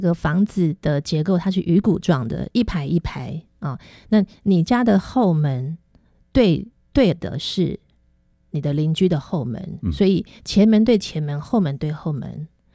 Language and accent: Chinese; Taoyuan, Taiwan; born there; 我想要回到我的出生地，然后呢，去了解我爸爸在当时那个时候在桃园